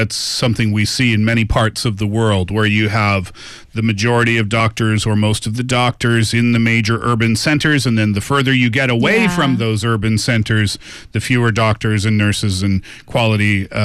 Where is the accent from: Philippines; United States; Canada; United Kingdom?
Canada; We had this in Canada too. My hometown is only 1,000 people, right? So I remember when I was a kid, if it was super basic, we would go to the local clinic.